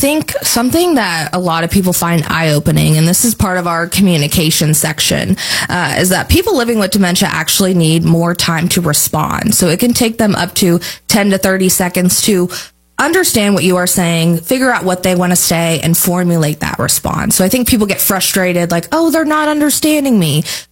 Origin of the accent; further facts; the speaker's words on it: Indiana, United States; now in Indianapolis, United States; So I'm from Southern Indiana, close to Louisville. So getting to move up here to Indianapolis